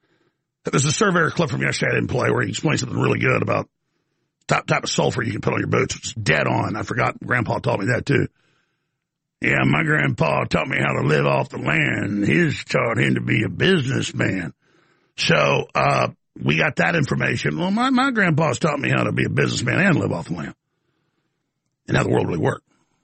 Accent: Texas, United States; I grew up outside Dallas

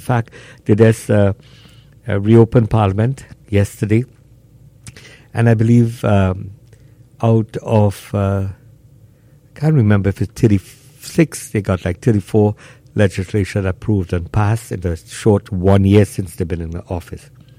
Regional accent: Trinidad & Tobago; I say all of this to say that we as East Indian cannot stand up because what, are we afraid, or we just peaceful people, or we'd be ridiculed and attacked if we did?

